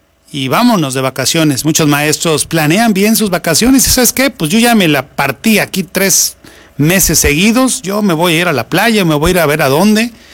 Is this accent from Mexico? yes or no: yes; Mexico; salimos como los mexicanos.